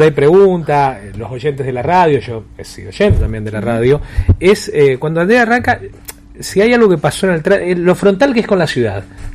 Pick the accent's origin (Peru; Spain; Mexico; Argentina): Argentina; yo soy de Montevera